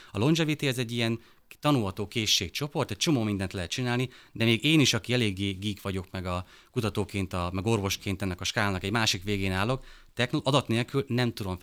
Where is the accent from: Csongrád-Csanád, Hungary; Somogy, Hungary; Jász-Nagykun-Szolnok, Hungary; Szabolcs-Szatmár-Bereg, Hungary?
Szabolcs-Szatmár-Bereg, Hungary; én Szabolcsi vagyok